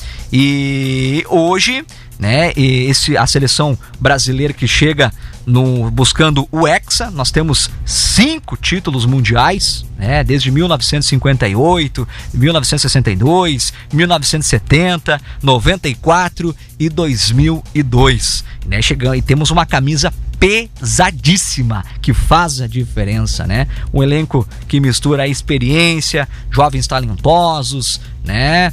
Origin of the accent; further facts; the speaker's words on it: Brazil; a gente é brasileiro